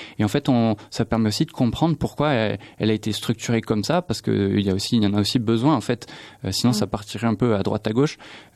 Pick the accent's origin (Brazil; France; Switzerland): France; Tarbes, Occitanie; also born or lived in Lourdes / Toulouse; je suis né à Lourdes et j'ai grandi à Tarbes et j'ai fait toute ma scolarité à Tarbes. Après, je suis un petit peu parti à Toulouse pour les études, mais je suis revenu travailler à Tarbes dès que j'avais fini les études.